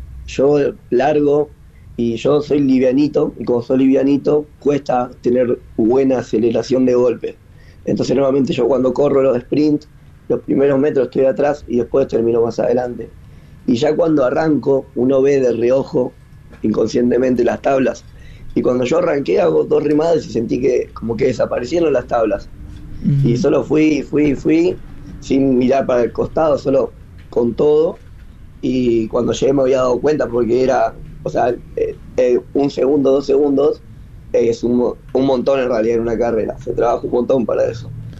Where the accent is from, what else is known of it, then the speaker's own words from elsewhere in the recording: Rosario, Santa Fe, Argentina; soy un pibe de Rosario